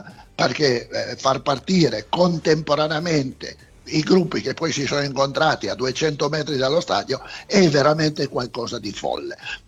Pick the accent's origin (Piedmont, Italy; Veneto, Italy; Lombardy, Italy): Piedmont, Italy; Turin; noi siamo di Torino, conosciamo bene questa zona